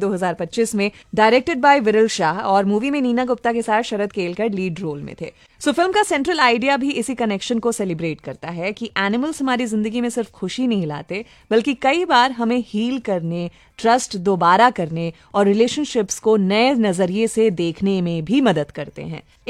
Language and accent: Hindi; Patna, Bihar, India; एक आसाम में और दूसरा बिहार में, मेरे शहर पटना में।